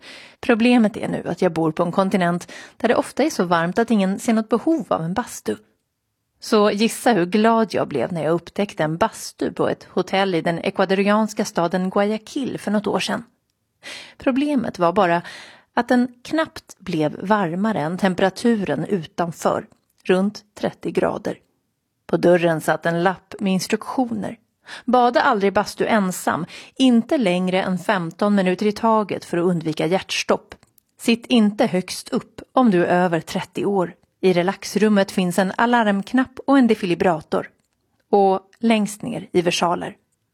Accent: Buenos Aires, Argentina; Swedish is a second language; Och min hemstad Buenos Aires är tyvärr inte bättre.

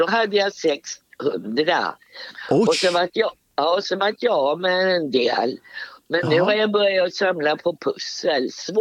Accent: Stockholm, Stockholm County, Sweden; now in Norrköping, Sweden; Nej, jag är från Stockholm.

